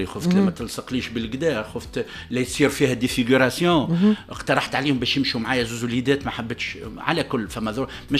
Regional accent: Tunisia; عندنا في تونس

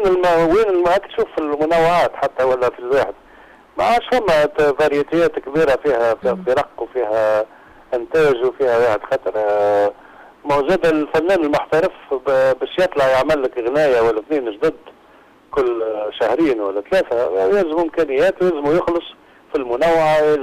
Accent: Gafsa, Gafsa Governorate, Tunisia; هذيك ذكريات نتاع طفولة قفصة، نتاع طفولتي في قفصة

